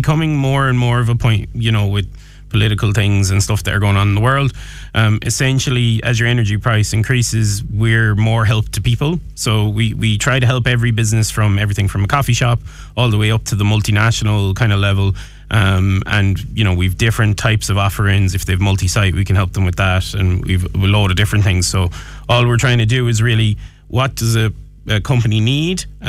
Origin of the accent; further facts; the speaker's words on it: Galway, Connacht, Ireland; Yeah, so I'm from Galway, obviously.